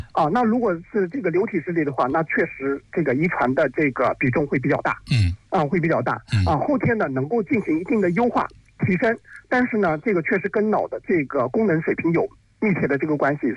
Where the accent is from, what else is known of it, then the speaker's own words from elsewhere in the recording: China; 我们中国人讲的这个家有一老如有一宝